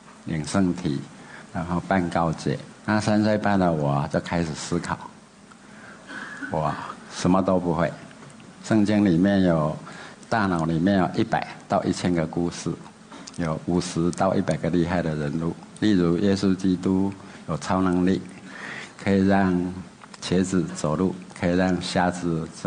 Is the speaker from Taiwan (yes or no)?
yes; Changhua County, Taiwan; 所以就跑到隔了20公里的三家村，我们的家乡传道。